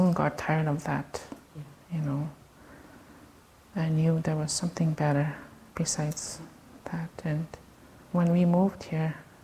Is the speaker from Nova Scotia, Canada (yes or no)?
no; Garden Hill, Manitoba, Canada; I grew up in Garden Hill, Manitoba.